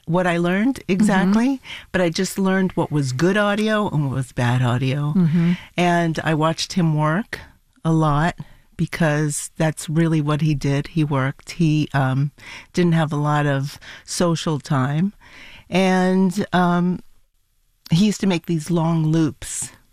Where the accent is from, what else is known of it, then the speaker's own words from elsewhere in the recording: New York City, New York, United States; also born or lived in Buenos Aires, Argentina; now in Los Angeles, United States; My parents emigrated to the United States when I was about 2.5 years old. We went to New York, so I grew up in New York City and in Buenos Aires.